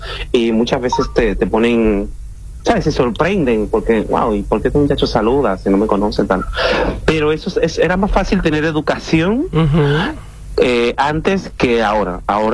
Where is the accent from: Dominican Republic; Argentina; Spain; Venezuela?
Dominican Republic; En Dominicana, sí, en mi niñez